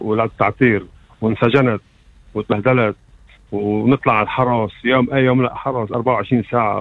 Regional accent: Lebanon; born there; moved away; يعني خلقت بلبنان أنا وإخواتي كلياتنا

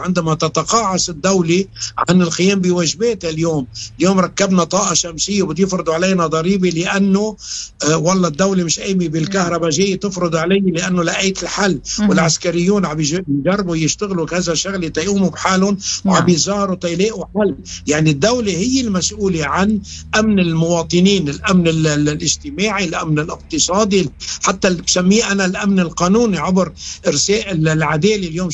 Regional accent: Lebanon

